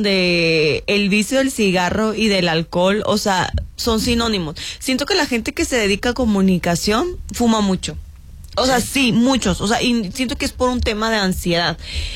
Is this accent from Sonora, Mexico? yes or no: yes; Sonora, Mexico; Pero yo vengo de Sonora, o sea, ya las mujeres se producen un buen.